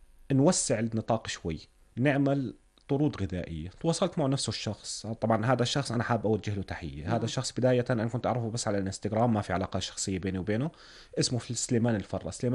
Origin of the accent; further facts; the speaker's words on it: Jordan; عم بحكيها كأردني، تعلمت كثير من شهامتنا وطابعنا